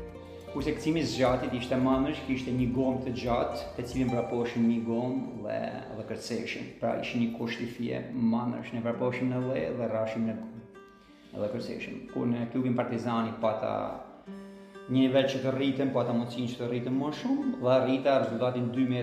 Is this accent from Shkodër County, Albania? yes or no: yes; Shkodër, Shkodër County, Albania